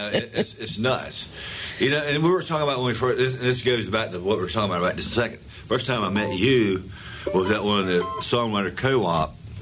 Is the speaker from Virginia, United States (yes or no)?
yes; Danville, Virginia, United States; born there; moved away; I was born in Danville about 150 years ago.